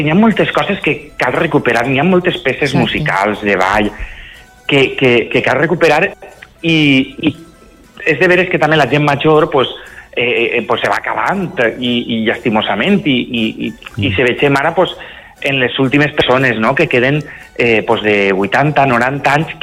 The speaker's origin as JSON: {"language": "Catalan", "town": "Meliana", "region": "Valencian Community", "country": "Spain", "said": "jo vivia a Meliana, soc de Meliana, com saps, i allí n'hi havia un grupet, un altre grupet en Montcada"}